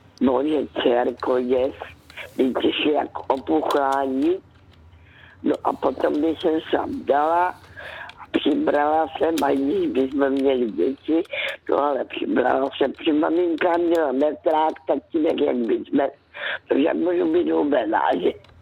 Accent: Karolinka, Zlín Region, Czechia; já jsem dcerka z Valašska, kde se narodila v Karolínce, kde je hrozně pěkné, aspoň mi se tam vždycky líbilo.

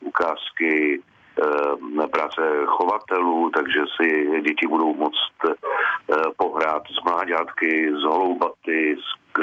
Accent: Znojmo District, South Moravian Region, Czechia; Já sám jsem z Moravy, ze Znojemska

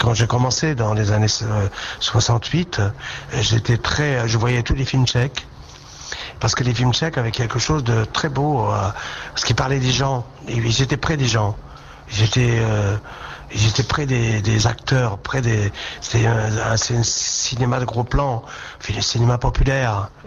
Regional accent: France; Évidemment, je suis français, j'habite en France. Et la France, c'est mon pays.

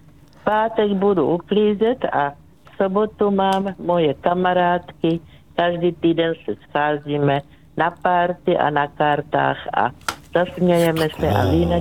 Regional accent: South Moravian Region, Czechia; Takže já jsem z Moravy, takže tam od Břeclavy, takže u nás bylo vždycky vína dost, tatínek dělal víno

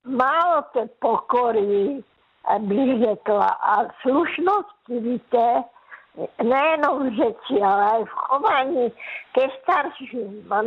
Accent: Karolinka, Zlín Region, Czechia; now in Zlín, Czech Republic; bydlela jsem 47 let s manželem ve Žlíně. Víte, v paneláku, že? Takže vidím ten rozdíl. Já jako malá holka jsem vyrostla vlastně na vesnici v Karolince

